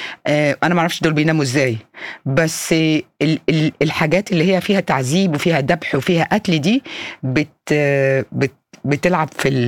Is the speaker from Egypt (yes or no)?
yes; Egypt